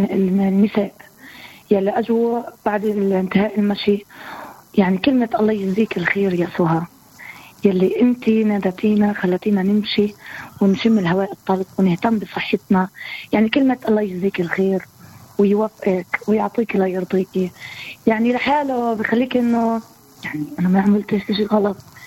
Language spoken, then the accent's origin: Arabic; Palestine; أنا امرأة فلسطينية